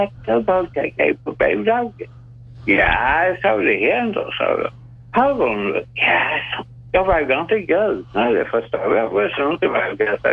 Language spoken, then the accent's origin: Swedish; Malmö, Skåne, Sweden; Jag bor i Malmö. Jag är uppväxt i Malmö.